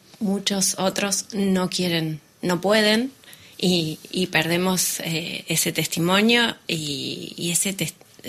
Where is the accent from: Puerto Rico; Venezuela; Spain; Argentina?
Argentina